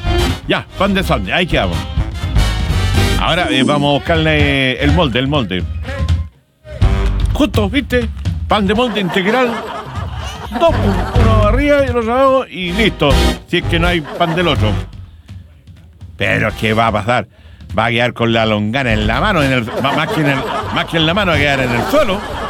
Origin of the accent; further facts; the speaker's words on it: Talcahuano, Biobío, Chile; born there; Bueno, que yo nací en Talcahuano, por eso yo soy bueno para los piures, las machas.